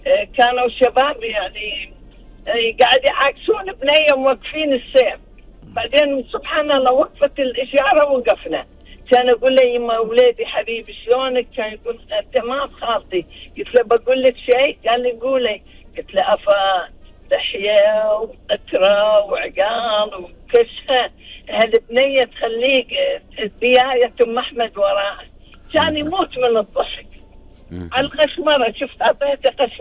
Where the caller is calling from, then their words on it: Kuwait; لديرتنا الحبيبة الكويت.